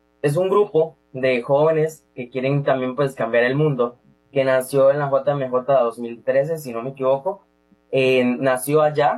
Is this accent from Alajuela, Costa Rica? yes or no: no; Limón, Costa Rica; Soy de Limón Centro.